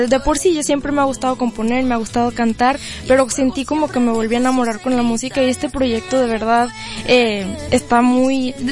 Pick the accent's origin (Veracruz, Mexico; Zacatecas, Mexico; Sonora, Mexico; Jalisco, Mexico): Zacatecas, Mexico; born there; De Zacatecas. Yo nací en Zacatecas.